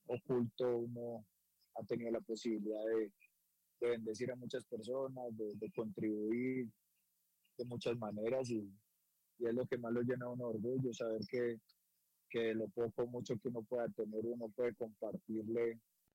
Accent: Pereira, Risaralda, Colombia; yo, que soy pereirano 100%, que crecí en el fútbol profesional, en el equipo, que crecí en mi ciudad.

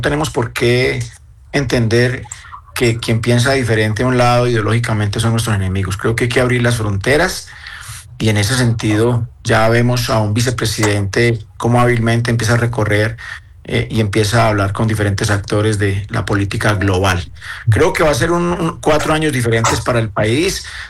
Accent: Colombia

